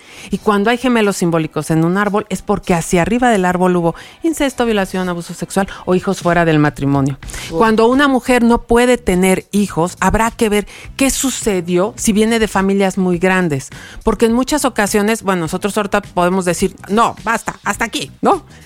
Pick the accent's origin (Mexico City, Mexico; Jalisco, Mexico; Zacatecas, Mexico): Zacatecas, Mexico; tienen que comer queso, porque venimos de Zacatecas, entonces, y en el rancho siempre había queso